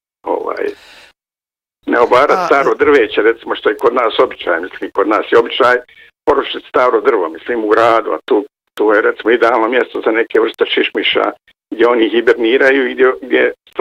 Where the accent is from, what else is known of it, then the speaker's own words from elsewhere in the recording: Herzegovina, Bosnia & Herzegovina; oko postojini kršu kod nas u Hercegovini, to su van dva svjetska hotspota za biodiverzitet